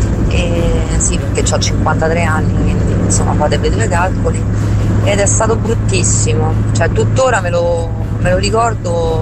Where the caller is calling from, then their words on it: Rome, Lazio, Italy; sono di Roma